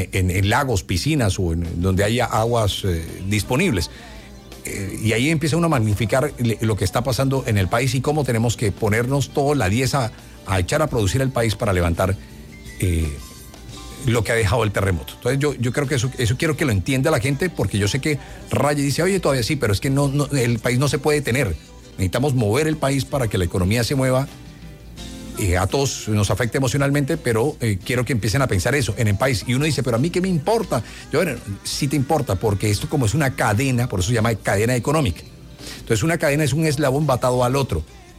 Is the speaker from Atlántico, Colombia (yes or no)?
yes; Atlántico, Colombia; Bueno, yo no sé si la gente sabe, pero yo soy de Barrio Abajo.